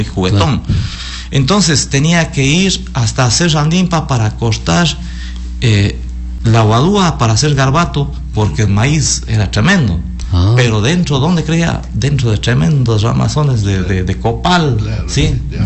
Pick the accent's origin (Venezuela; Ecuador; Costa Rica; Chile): Ecuador; Macas, Morona Santiago; nosotros que somos de acá de Maca